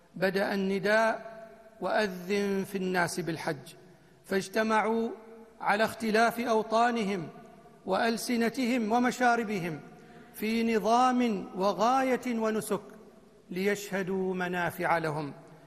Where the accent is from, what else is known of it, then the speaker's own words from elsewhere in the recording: Oman; بلدنا عمان